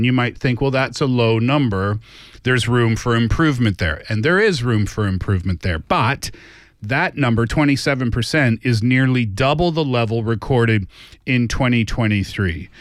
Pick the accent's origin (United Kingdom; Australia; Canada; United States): Canada